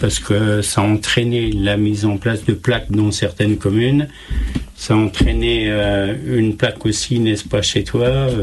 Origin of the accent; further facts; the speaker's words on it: Xaronval, Grand Est, France; chez nous, à Xaronval